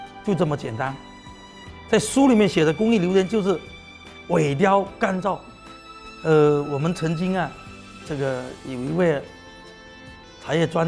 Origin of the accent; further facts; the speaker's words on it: Fuding, Fujian, China; 我以前的身份证是湖顶县白林公社唐岩大队茶园里啊村，我茶园里，所以说我从小是泡在茶的海洋里面长大的